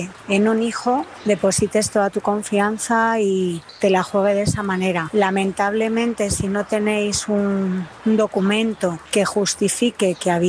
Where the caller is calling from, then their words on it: Madrid, Community of Madrid, Spain; corresponsal de Madrid.